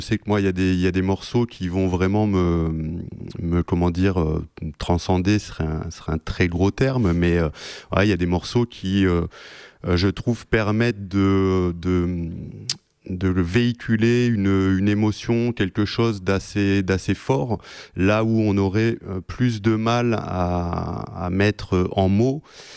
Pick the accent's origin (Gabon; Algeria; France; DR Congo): France; Occitanie; mon pays natal, on va dire. J'ai grandi dans le Lot